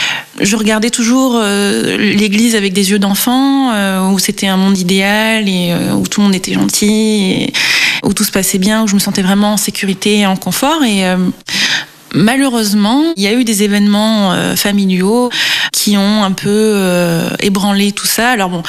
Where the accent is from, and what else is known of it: Réunion, France; born or raised there; also born or lived in Marseille / Valenciennes / French Guiana